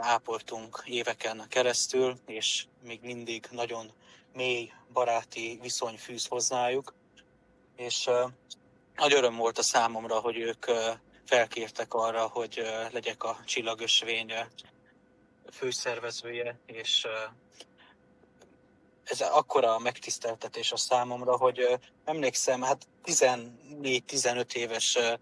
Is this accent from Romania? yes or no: yes; Transylvania, Romania; now in Siófok, Hungary; Én is erdélyi gyerek vagyok. Én is énekeltem ebbe a kórusba 15 éven keresztül. És a Jóisten úgy terelte az útjaimat, hogy Magyarországra, Siófokra költöztem, itt dolgozom